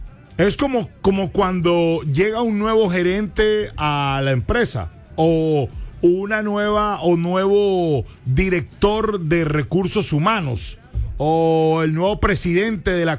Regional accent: Colombia; a todos como colombianos

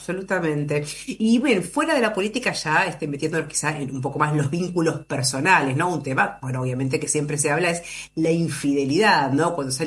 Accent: Argentina; ¿cómo somos los argentinos?

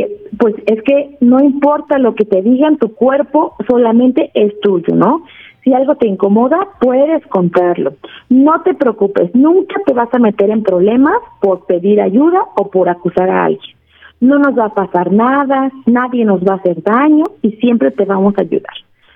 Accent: Mexico; como mexicanos y mexicanas estamos bien acostumbrados al contacto físico.

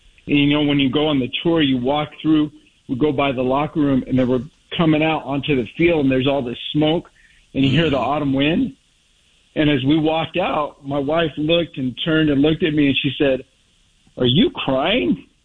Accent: California, United States; now in Oregon, United States; I was raised in the Monterey Bay area.

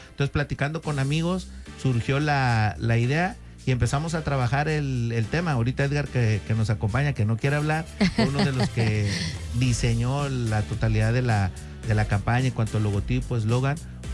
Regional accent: Tabasco, Mexico; now in Puerto Vallarta, Mexico; Yo no soy de Vallarta, soy del estado de Tabasco, tengo 30 años en Vallarta

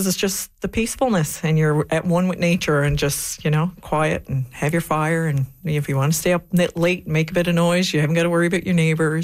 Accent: Wabush, Newfoundland and Labrador, Canada; And, you know, I grew up in Wabush. I moved away for a few years. Then I came back to Labrador, and I'm a real advocate for Labrador.

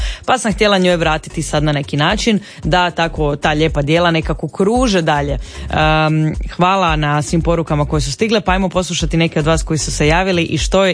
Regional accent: Croatia; Ali nisam ni sumnjala da ćemo mi kao Hrvati krenuti u tom smjeru

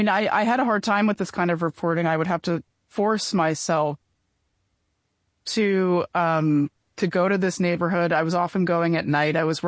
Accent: New Jersey, United States; now in New York City, United States; I myself am from a provincial place at the Jersey Shore where everybody, you know, votes for Trump these days and, you know, then moved to New York City.

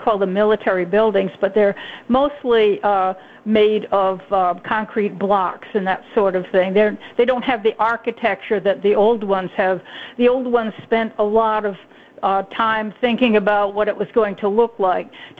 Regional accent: Westerly, Rhode Island, United States; now in Warwick, United States; I'm down here at the Westerly Armory today. I do live in Warwick, I was born and raised in Westerly, so I'm down here.

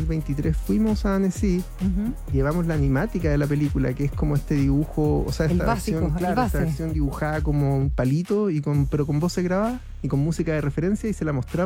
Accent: Chile; quiénes somos como chilenos.

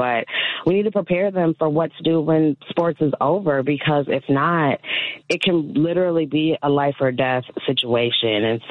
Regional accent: Park Forest, Illinois, United States; also born or lived in Indianapolis; My background, I am from the Chicago suburbs, Park Forest. I have been all over the Midwest, though.

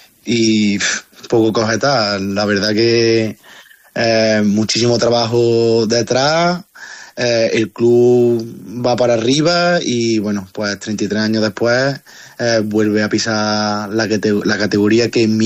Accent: Cabra, Andalusia, Spain; tanto por volver a estar en mi pueblo

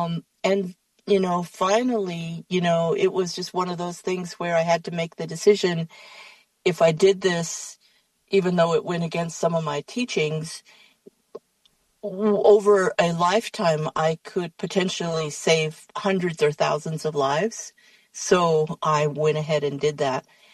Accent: Crown Point, New Mexico, United States; now in Prosser, United States; I am originally from Crown Point, New Mexico, and currently live in Prosser.

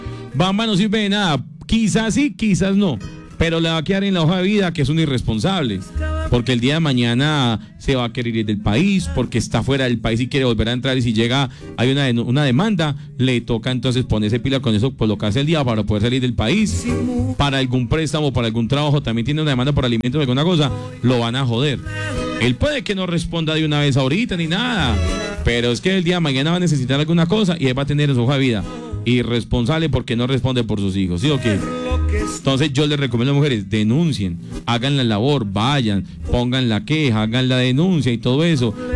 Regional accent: Medellín, Antioquia, Colombia; Yo trabajo en la grama de los escuchos mientras trabajo, soy de Medellín, vea qué belleza.

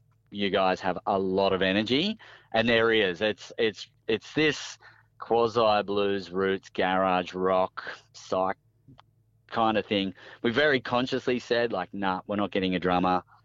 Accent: Coffs Harbour, New South Wales, Australia; moved away as an adult; also born or lived in Northern Rivers; So, yeah, we grew up in Coffs.

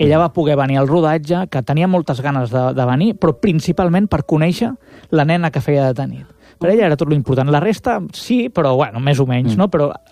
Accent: Barcelona, Catalonia, Spain; tu no em coneixes de res, sóc un cineasta de Barcelona

